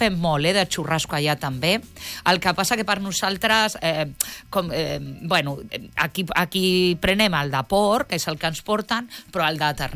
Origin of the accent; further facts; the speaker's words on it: Barcelona, Catalonia, Spain; born there; also born or lived in Touro, Galicia; jo soc de Touro, bueno, jo soc nascuda a la Vall d'Hebron de Barcelona, però quan vaig a Galícia vaig a Touro, que està al costat de Santiago